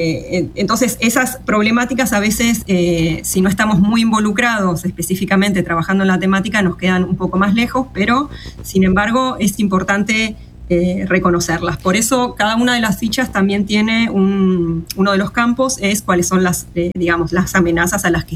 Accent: Argentina; en el norte de nuestro país

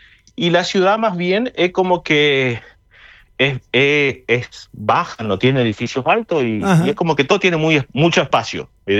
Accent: Paso de los Libres, Corrientes, Argentina; moved away as an adult; now in Broomfield, United States; yo soy de Paso Los Libres, o sea que yo me crié con el portugués.

